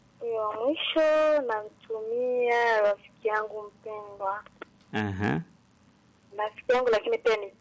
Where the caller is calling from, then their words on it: Dar es Salaam, Tanzania; natoka Bunde Dar es Salaam.